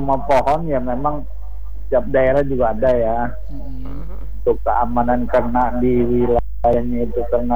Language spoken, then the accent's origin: Indonesian; West Java, Indonesia; Di daerah saya juga ada Jawa Barat itu rumah panggung ada.